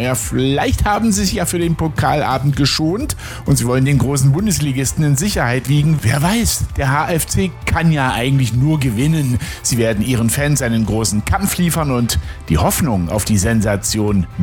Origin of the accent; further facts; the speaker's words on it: Halle, Saxony-Anhalt, Germany; obwohl vielleicht ein bisschen mehr, wenn der Club aus meiner Heimatstadt Halle gewinnt.